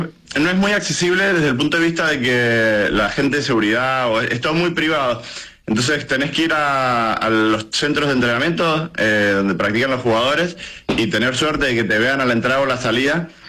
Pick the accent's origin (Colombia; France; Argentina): Argentina; Mendoza; now in Germany; Yo soy de Mendoza, pero vivo en Alemania ahora mismo.